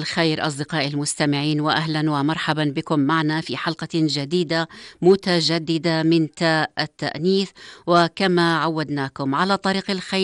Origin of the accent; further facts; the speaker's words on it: Jordan; في مجتمعنا الأردني